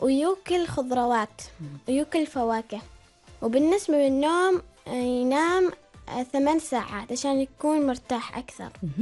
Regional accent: Nizwa, Ad Dakhiliyah, Oman

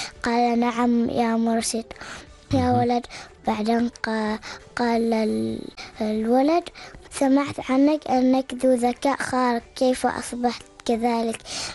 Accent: Oman; لأنهم من بلدي عمان الحبيبة

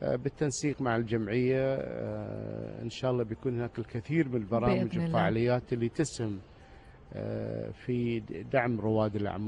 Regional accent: Oman; عندي في سلطنة عمان،

